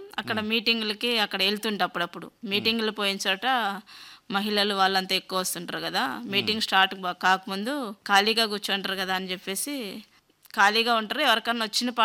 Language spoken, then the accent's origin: Telugu; Balepallem, Andhra Pradesh, India; now in Raptadu, India; Sir, నాదైతే బాలేపల్లెం, కనగానపల్లి మండలం. నన్ను ఇచ్చిందైతే రాప్తాడికి, రాప్తాడైతే టౌన్లోనే ఉన్నాము.